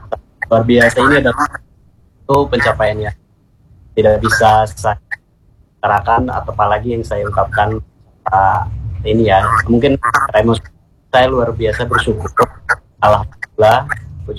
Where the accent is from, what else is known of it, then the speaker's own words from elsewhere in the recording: Banten, Indonesia; Saya dari Kabupaten Serang, Kak.